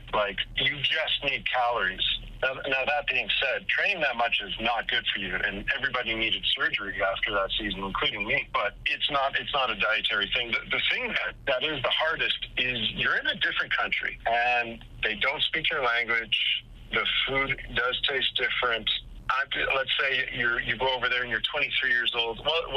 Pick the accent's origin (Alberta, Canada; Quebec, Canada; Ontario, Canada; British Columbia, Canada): Alberta, Canada; Red Deer; growing up in Red Deer